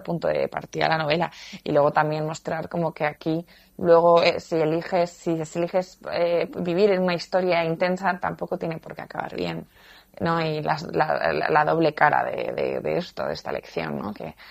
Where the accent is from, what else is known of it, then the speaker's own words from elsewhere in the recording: Zaragoza, Aragon, Spain; yo soy de Zaragoza